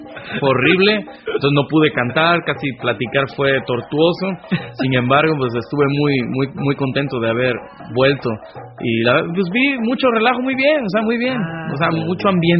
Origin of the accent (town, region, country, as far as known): Mexico; moved away